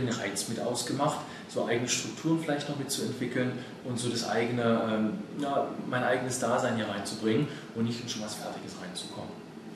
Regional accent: Halle, Saxony-Anhalt, Germany; Ich komme aus Halle und hatte halt in dem Umkreis geschaut, was ist so eine halbe Stunde bis 40 Minuten von meinem Wohnort entfernt.

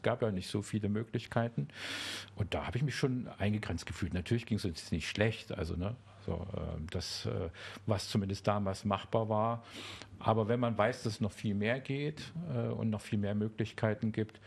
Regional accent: Germany; now in Berlin, Germany; Ich bin in der DDR groß geworden

